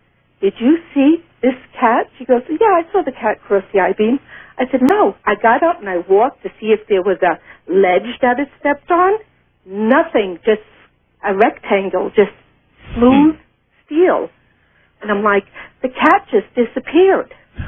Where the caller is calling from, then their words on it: Las Cruces, New Mexico, United States; I'm from Las Cruces, New Mexico.